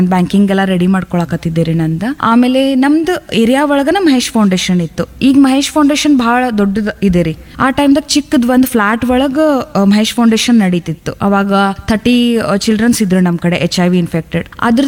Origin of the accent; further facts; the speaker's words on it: Belagavi, Karnataka, India; also born or lived in Gokak; ನಂದು ಹುಟ್ಟೂರು ಬಂದು ಗೋಕಾಕ್ ರೀ, ಇಲ್ಲೇ ಬೆಳಗಾವ್ ಜಿಲ್ಲಾ. ಆಮೇಲೆ ನಂದು ಬಾಲ್ಯ ಅನ್ನೋದೆಲ್ಲ ಬೆಳಗಾವ್ ಒಳಗನೇ ಆಯಿತು.